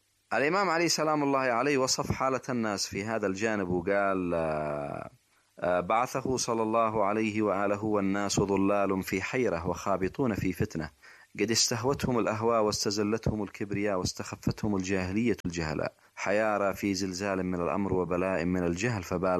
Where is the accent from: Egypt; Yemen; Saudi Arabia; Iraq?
Yemen